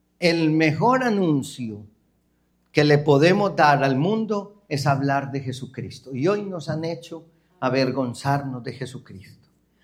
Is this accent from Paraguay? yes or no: no; Colombia